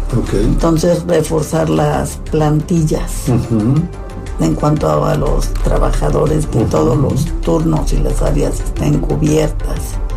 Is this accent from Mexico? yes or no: yes; Mexico; todos somos mexicanos